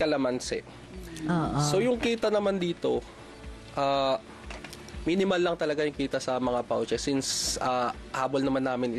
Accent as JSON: {"language": "Tagalog", "region": "Cordillera Administrative Region", "country": "Philippines", "said": "dun sa amin sa Ifugao."}